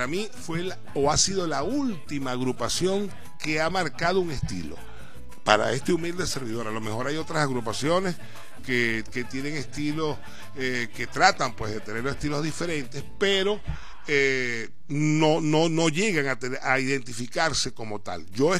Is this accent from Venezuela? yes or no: yes; Maracaibo, Zulia, Venezuela; now in Guayana, Venezuela; nosotros en Maracaibo, los maracuchos nacemos donde nos dé la gana